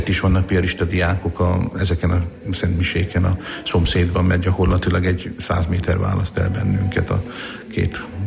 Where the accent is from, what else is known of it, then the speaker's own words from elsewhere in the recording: Šamorín, Trnava Region, Slovakia; also born or lived in Vojka nad Dunajom; Én felvidéki vagyok, én Somorjáról, illetve hát igazából Vajkáról származom, tehát itt nem is olyan messze a Duna túloldaláról